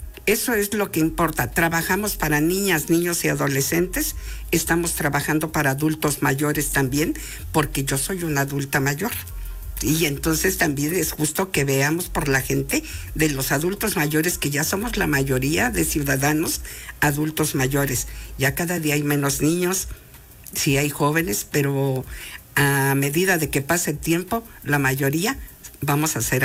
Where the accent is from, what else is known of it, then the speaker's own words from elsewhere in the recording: San Diego Acapulco, Puebla, Mexico; yo que emano de y soy de la Junta Auxiliar de San Diego Acapulco, pues esa parte es arenosa